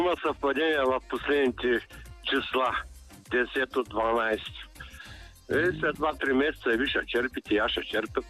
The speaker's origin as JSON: {"language": "Bulgarian", "region": "Ruse Province", "country": "Bulgaria", "said": "аз съм от Русенско, не знам."}